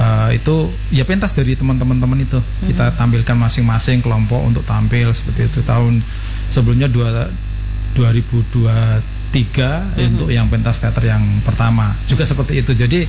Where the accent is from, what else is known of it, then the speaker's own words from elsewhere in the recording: Java, Indonesia; accent: Javanese; Karena sudah jelas dari ngomongnya aja sudah kelihatan logatnya udah Jawa.